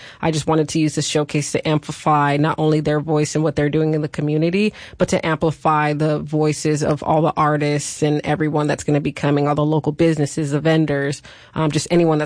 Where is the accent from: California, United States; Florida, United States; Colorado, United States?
California, United States; You know, I've always said I grew up in California.